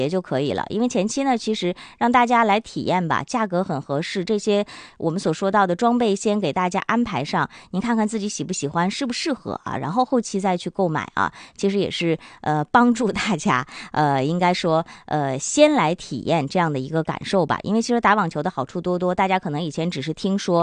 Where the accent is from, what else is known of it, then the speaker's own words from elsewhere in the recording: Northeast China, China; 不仅我们东北人啊对于这首歌感同身受